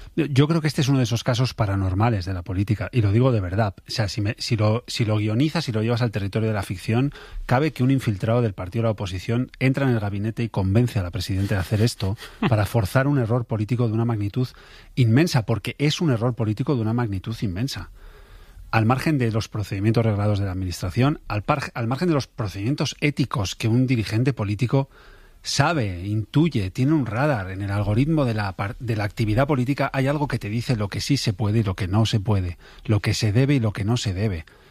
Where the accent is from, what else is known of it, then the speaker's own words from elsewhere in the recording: Bilbao, Basque Country, Spain; Es verdad, yo soy de Bilbao